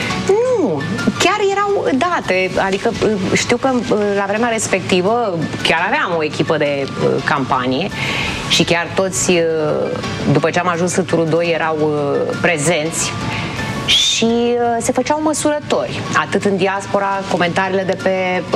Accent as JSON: {"language": "Romanian", "country": "Romania", "said": "Sunt o româncă, îmi iubesc țara asta și muncesc pentru ea."}